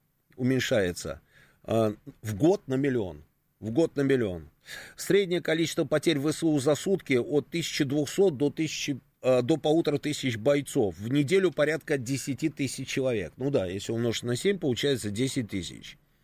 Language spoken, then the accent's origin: Russian; Moscow, Russia; А вы откуда, хлопцы? Я говорю, из Москвы. О, чую же говор.